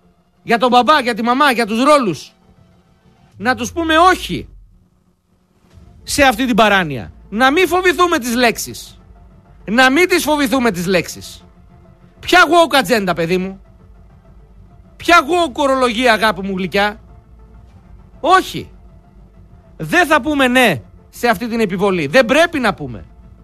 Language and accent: Greek; Greece; Αλλά εμείς ρε παιδιά είμαστε Έλληνες. Εμείς μέσα μας έχουμε ελληνικό DNA.